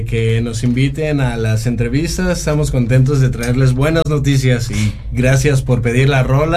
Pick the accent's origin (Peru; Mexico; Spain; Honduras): Mexico; juntos como mexicanos